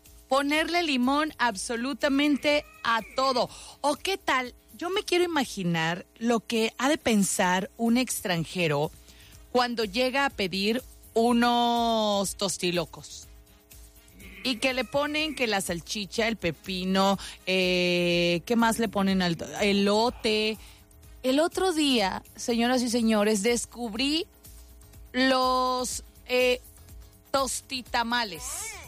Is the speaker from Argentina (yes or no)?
no; Mexico; el madre tiene muchos significados para nosotros los mexicanos.